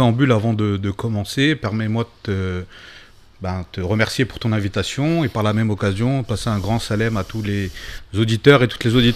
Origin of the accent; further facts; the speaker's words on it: Bobigny, Île-de-France, France; J'ai grandi sur Bobigny. Donc pour vos auditeurs, Bobigny c'est la ville-préfecture de la Seine-Saint-Denis.